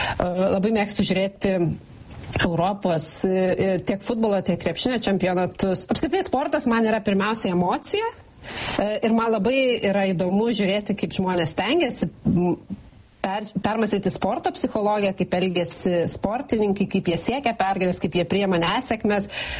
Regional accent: Vilnius, Vilnius County, Lithuania; nes aš esu Vilnietė, bet aš visada žiūriu ten, kur žaidžia lietuviai.

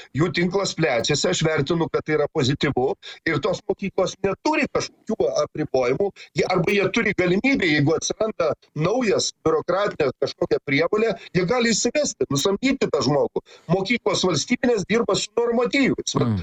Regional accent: Kaunas, Kaunas County, Lithuania; Ne, ne, Kaune mes, aš kaunietis

